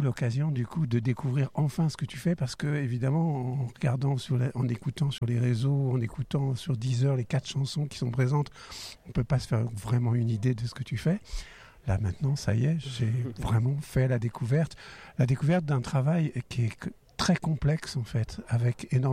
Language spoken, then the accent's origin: French; Paris, Île-de-France, France; born there; je suis né à Ménilmontant.